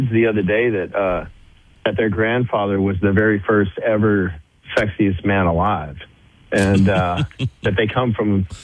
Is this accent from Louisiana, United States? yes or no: yes; Shreveport, Louisiana, United States; my hometown in Shreveport.